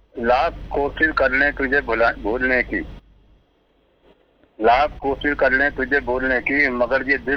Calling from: Moradabad, Uttar Pradesh, India; जी मुरादाबाद से बोल रहे हैं सर।

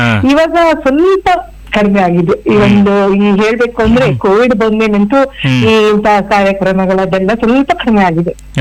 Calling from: Shivamogga, Karnataka, India; Ratnagiri Nagar.

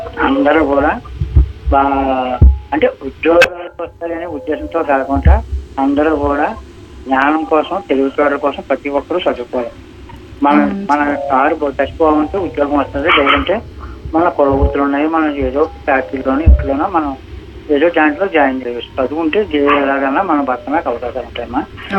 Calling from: Kakinada district, Andhra Pradesh, India; మాది కాకినాడ జిల్లా దుర్గాడమ్మా అనవరపెట్ల.

